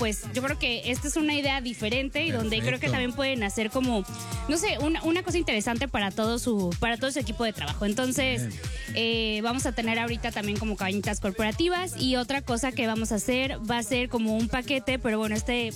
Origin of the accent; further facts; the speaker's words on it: Mexico; moved away; lo que hacíamos en México, que bueno, aquí lo hacíamos un fin de semana cuando nos íbamos a Acapulco